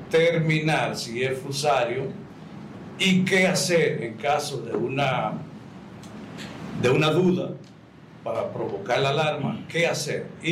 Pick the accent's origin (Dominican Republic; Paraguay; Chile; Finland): Dominican Republic; Santiago Rodríguez; en los campos míos, yo soy de ahí, de los Almacenes, de Rodríguez.